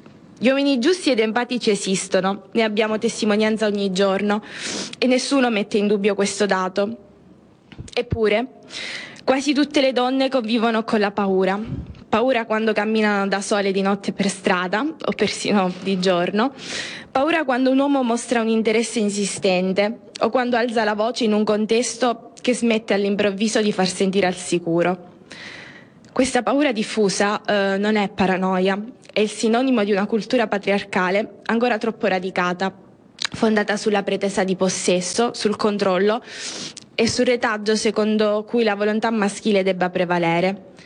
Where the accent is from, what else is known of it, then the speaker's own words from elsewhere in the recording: Calabria, Italy; sono donna, perché sono calabrese e perché vengo da un piccolo paesino